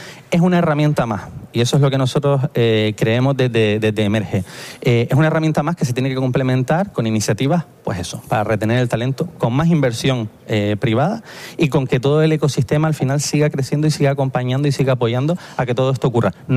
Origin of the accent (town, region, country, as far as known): Canary Islands, Spain